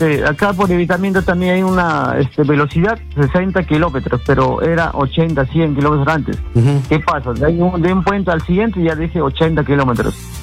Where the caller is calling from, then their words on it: Lima, Peru; llamo de acá de San Juan de Origancho.